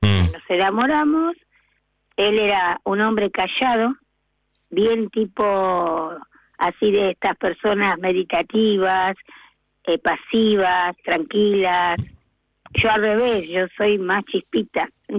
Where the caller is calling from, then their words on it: Buenos Aires, Argentina; de Balvanera